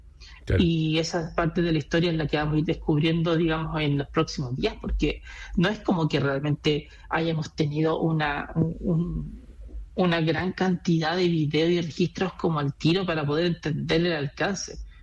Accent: Chile

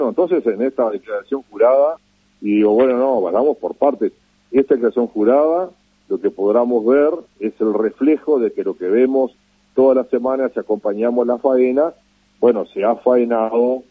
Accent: Uruguay

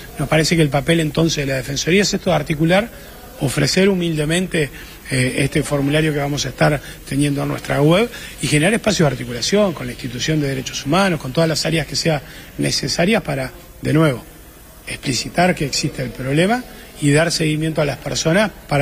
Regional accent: Montevideo, Uruguay

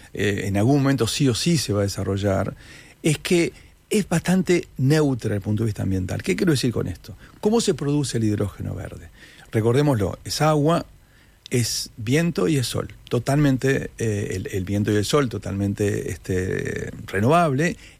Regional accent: Uruguay

